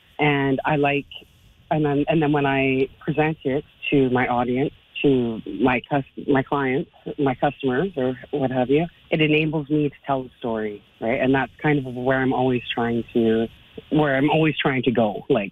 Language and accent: English; Yellowknife, Northwest Territories, Canada; Like, I was born and raised in Yellowknife. My family's from Inuvik, like my father's side.